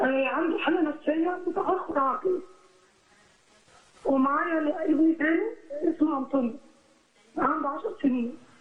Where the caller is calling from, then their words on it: Cairo, Cairo Governorate, Egypt; من القاهرة.